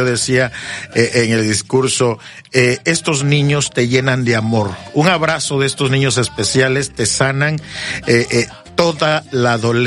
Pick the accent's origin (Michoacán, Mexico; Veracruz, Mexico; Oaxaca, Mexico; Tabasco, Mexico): Veracruz, Mexico